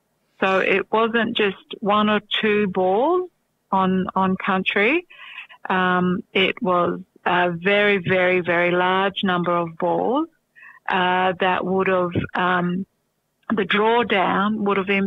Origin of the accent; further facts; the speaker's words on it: Katherine, Northern Territory, Australia; now in Alice Springs, Australia; I'm from the Northern Territory. My mob are the Waterman mob from Southwest Katherine. Yeah, so Northern Territory woman, Waterman woman